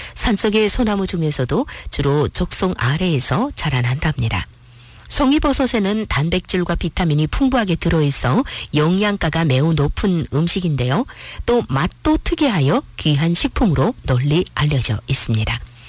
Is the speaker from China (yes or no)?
yes; Yanbian, Jilin, China; 우리 고향 연변의